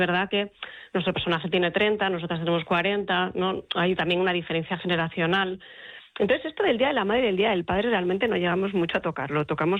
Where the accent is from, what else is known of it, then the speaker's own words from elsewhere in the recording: Gijón, Asturias, Spain; yo soy de provincias, yo soy de Gijón además